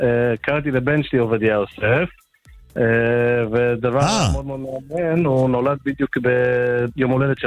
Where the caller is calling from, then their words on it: Kiryat Malakhi, Southern District, Israel; אנחנו מקריית מלאכי, דרומה.